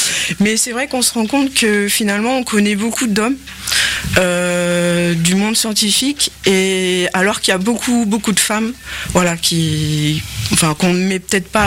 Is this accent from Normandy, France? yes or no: yes; Cherbourg, Normandy, France; Je suis originaire en fait de Cherbourg, dans la Manche.